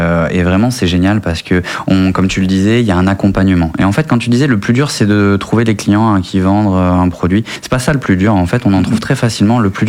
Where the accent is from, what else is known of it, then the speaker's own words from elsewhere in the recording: Périgueux, Nouvelle-Aquitaine, France; born there; Moi je suis français, je suis né ici à Périgueux.